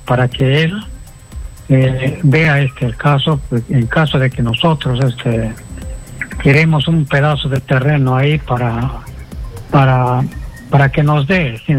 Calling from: Juanjuí, San Martín, Peru; Le estoy llamando desde Jujuy, San Martín.

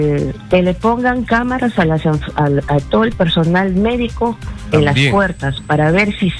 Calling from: Lima, Peru; llamo acá de Comas.

